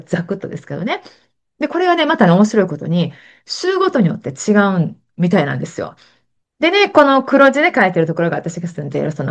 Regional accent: Kansai, Japan; accent: Kansai dialect; 私、この番組も結構関西弁をね、わーっと使って喋ってるんで、他のね、違う番組は関西弁出さないものもあったりするんですけど

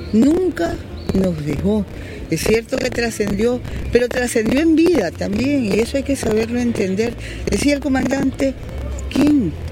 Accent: Nicaragua; como nicaragüenses sabemos que tenemos la bendición de un gran espíritu dentro de cada uno de nosotros

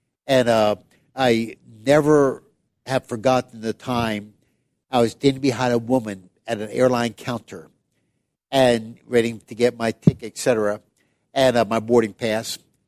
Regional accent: Pennsylvania, United States; moved away; I was raised in Pennsylvania

